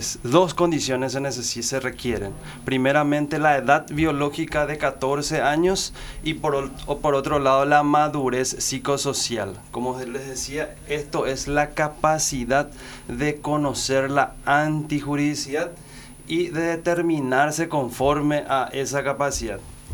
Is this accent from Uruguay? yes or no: no; Asunción, Paraguay; moved away as an adult; now in Ñeembucú, Paraguay; soy de Asunción. En realidad vine hace 10 años al departamento de Ñemucú